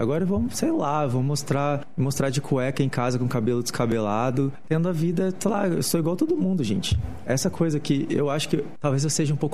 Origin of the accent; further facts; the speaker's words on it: Brazil; Mas eu não posso me dar o luxo também, que eu sou brasileiro, eu sou aquele artista...